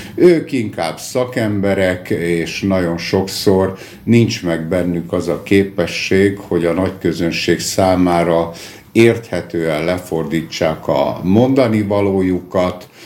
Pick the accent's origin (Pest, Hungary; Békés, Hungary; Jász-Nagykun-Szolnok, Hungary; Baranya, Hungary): Baranya, Hungary; Mohács; born there; moved away; also born or lived in Moscow; Mohácson születtem, tehát vegyük úgy, hogy mohácsi, de miután 17 évet éltem Moszkvába, először azt mondták, hogy a mazoista, aztán azt mondták, hogy a moszkvai. Én most azt szoktam mondani, hogy a másik.